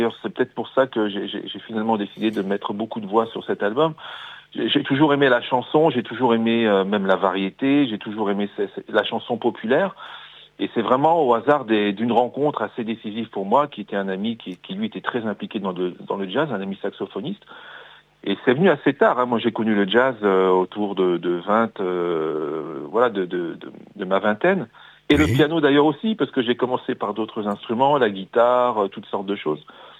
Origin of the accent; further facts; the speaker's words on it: Grand Est, France; moi j'habite tout près de Metz, j'ai toujours vécu dans la région. Voilà, je suis un vrai Lorrain de naissance.